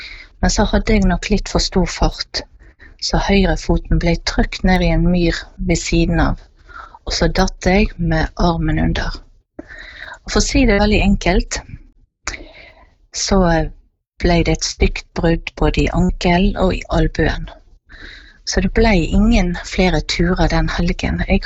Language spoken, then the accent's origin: Norwegian; Bergen, Vestland, Norway; og jeg kommer fra Åsane nord for Bergen.